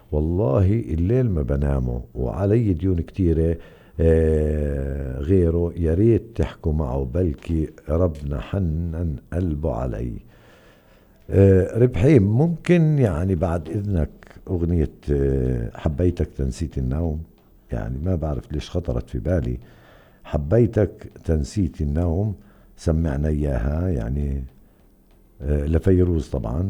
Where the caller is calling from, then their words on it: Qalqilya, West Bank, Palestine; أنا من قلقيلية